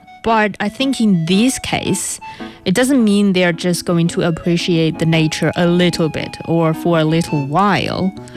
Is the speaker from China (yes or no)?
yes; China; accent: northern Chinese; Sorry, my northern accent got mixed up in here.